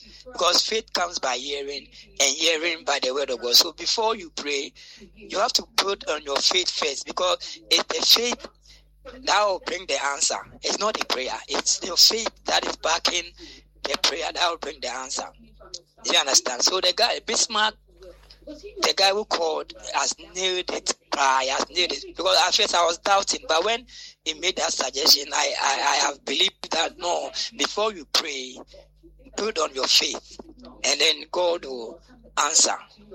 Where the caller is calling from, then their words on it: Tema, Greater Accra, Ghana; Yeah, good morning. Okay … from Tema.